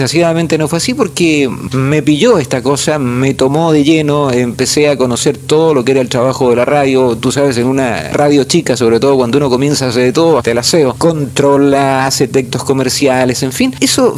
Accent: Los Andes, Valparaíso, Chile; moved away as an adult; also born or lived in Valdivia; now in Puerto Varas, Chile; cuando cursaba el quinto año de humanidades en mi ciudad natal, en los Andes

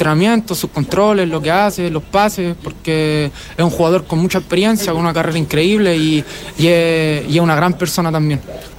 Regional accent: San Bernardo, Santiago Metropolitan Region, Chile; Partí en escuelas de fútbol en Santiago, yo soy de Santiago, de San Bernardo

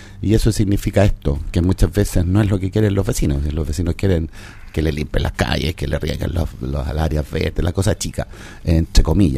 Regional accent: Los Andes, Valparaíso, Chile; que somos criticones los andinos

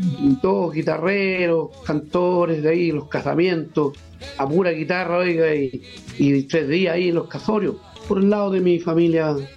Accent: Monte Águila, Biobío, Chile; born or raised there

